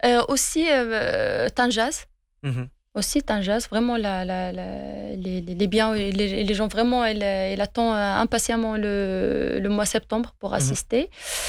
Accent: Morocco; C'est sûr, on est des Marocains quand même.

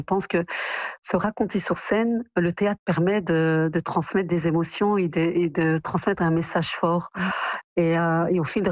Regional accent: Belgium; Je suis née en Belgique, j'y ai grandi, j'y ai construit ma vie, mais j'ai toujours un attachement très fort au Maroc

